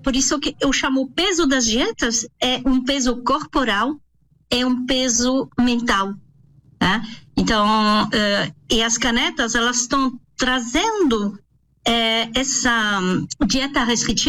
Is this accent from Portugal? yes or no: no; France; now in Brazil; porque eu sou francesa, naturalizada no Brasil, agora sou brasileira